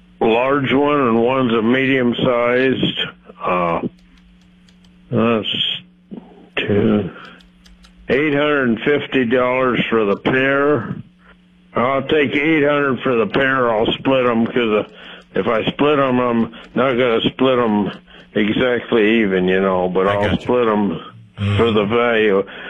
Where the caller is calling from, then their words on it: Page, Nebraska, United States; from Page, Nebraska.